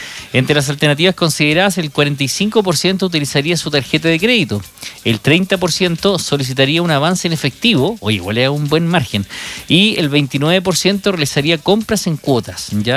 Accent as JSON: {"language": "Spanish", "country": "Chile", "said": "cómo somos los chilenos"}